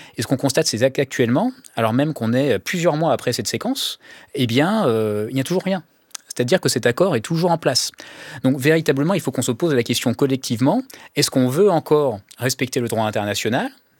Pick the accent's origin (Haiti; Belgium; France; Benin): France; nous, en tant que Français